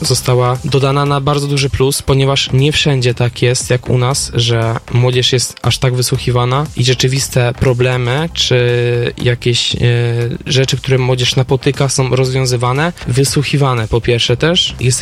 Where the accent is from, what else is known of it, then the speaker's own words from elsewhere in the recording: Kielce, Świętokrzyskie Voivodeship, Poland; u nas w Kielcach